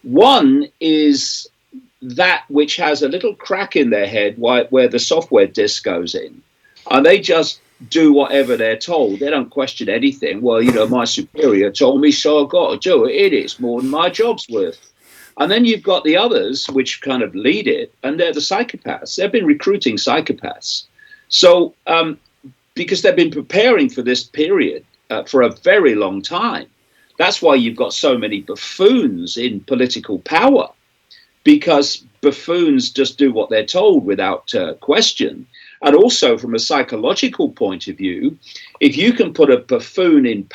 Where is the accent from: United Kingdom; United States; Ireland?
United Kingdom; England; I was born in 1952. I was brought up in England in the 1950s, not that long after the war, really.